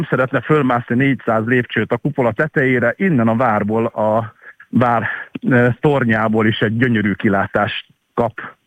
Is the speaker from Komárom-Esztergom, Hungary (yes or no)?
yes; Esztergom, Komárom-Esztergom, Hungary; born there; itt születtem Esztergomban, itt is élek